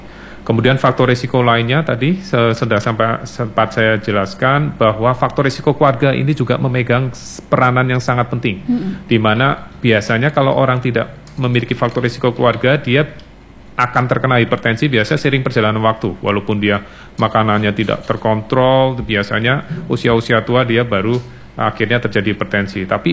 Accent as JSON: {"language": "Indonesian", "country": "Indonesia"}